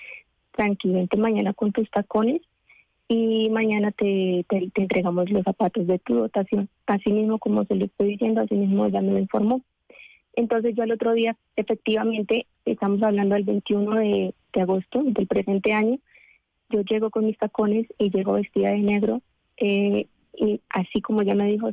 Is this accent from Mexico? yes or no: no; Tolima, Colombia; como vengo de Tierra Caliente, soy del Tolima, entonces pues que no se me dificultaba utilizar tacones dentro de la tienda.